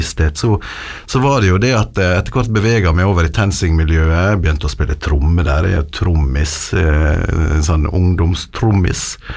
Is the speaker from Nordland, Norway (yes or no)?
no; Volda, Møre og Romsdal, Norway; Altså, jeg vokste jo opp I Volda, og kor og sånne ting.